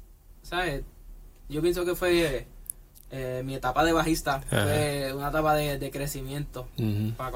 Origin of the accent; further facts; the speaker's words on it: Puerto Rico; Yo soy de Juanadía.